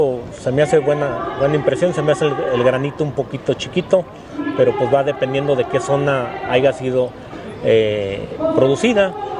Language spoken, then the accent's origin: Spanish; Poanas, Durango, Mexico; bienvenido a Puanas, aquí en mi tierra.